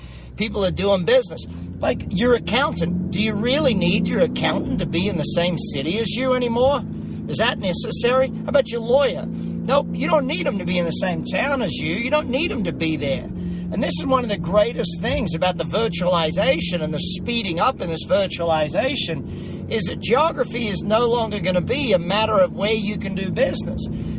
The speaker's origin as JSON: {"language": "English", "country": "Australia", "tie": "born or raised there", "moved": "yes", "lives_now": "Las Vegas, United States", "said": "get all my skin checked for those cancers growing up in Australia."}